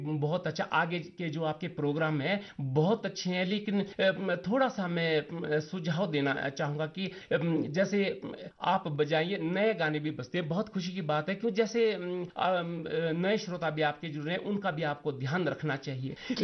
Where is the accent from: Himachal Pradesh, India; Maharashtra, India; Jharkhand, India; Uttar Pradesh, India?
Himachal Pradesh, India; Mandi district; मैं तहसील करसोग, जिला मंडी, गांव तलहन का रहने वाला हूं।